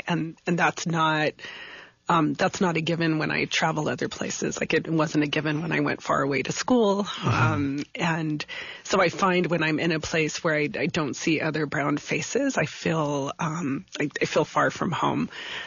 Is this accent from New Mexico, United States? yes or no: yes; Deming, New Mexico, United States; So I grew up in Deming, mm-hmm. And just 30 miles north of that border.